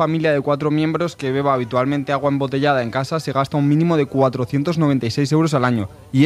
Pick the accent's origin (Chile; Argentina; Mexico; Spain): Spain; Madrid, Community of Madrid; Que como madrileño tengo que decir que tenemos el mejor agua del mundo.